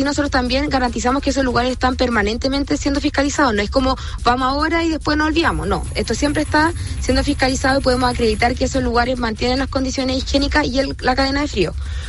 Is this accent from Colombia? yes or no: no; Chile; hay ciertos microorganismos que no estamos acostumbrados como chilenos a enfrentar, y ahí se nos vienen los problemas